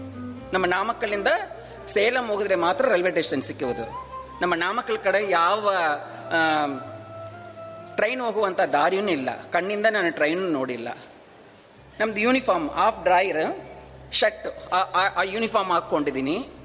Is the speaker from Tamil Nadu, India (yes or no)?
yes; Tamil Nadu, India; Kannada is a second language; ನಮ್ಮ ಚೆನ್ನೈ ಪಕ್ಕದಲ್ಲಿ ಇದೆ